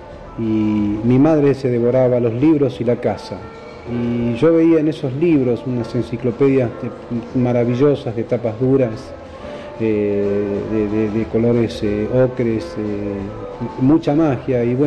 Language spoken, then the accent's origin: Spanish; Neuquén, Argentina; Yo nací en el año 1963, soy neuquino, y mi padre es neuquino, mi abuelo es neuquino, y tengo dos hijos neuquinos.